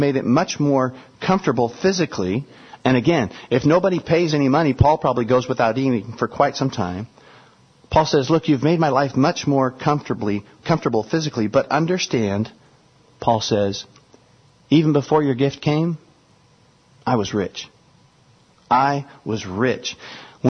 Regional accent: Kansas City, Kansas, United States; I grew up in Kansas City, Kansas. Then I also moved over to Kansas City, Missouri.

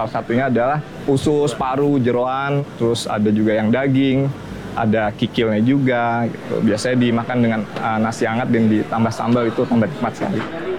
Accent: Surabaya, East Java, Indonesia; Saya orang Surabaya tapi saya tahu bahasa Sunda.

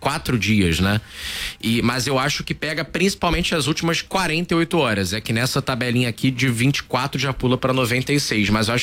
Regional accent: Rio de Janeiro, Brazil; Vicente Carvalho, minha terra.

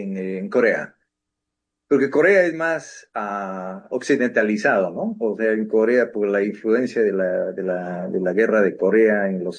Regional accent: Peru; yo soy peruano.

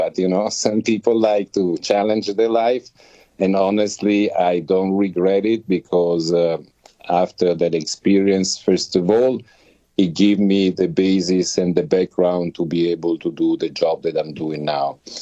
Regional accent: Italy; born there; English is a second language; also born or lived in India; So basically, as you can guess from my name and my accent, I was born in Italy, where I studied business administration.

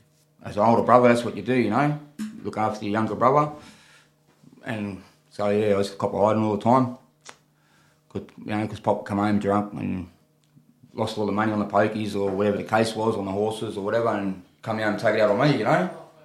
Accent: Redfern, New South Wales, Australia; I'm from Redfern, Yorra and Gadigal, man.

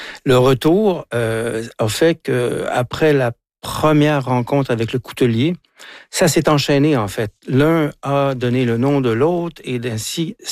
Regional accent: Quebec, Canada; also born or lived in Paris region, France; Sauf que maintenant, j'y vais en tant que Québécois et on a une toute autre ouverture vis-à-vis les Corses.

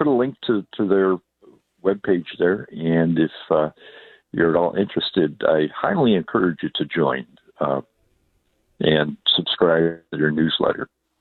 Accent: Ohio, United States; growing up in Northern Ohio, you kind of think that everybody in Ohio talks the same way until you start traveling around.

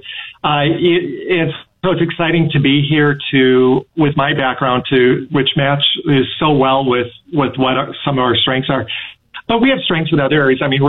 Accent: Wisconsin, United States; I have, but I'm from Wisconsin, and so it's easy for me to fall into it.

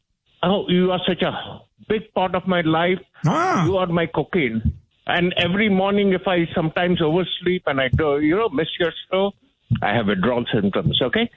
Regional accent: India; I'm from India.

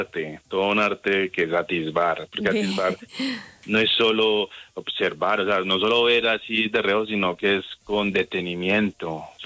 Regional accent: Colombia; nosotros como colombianos

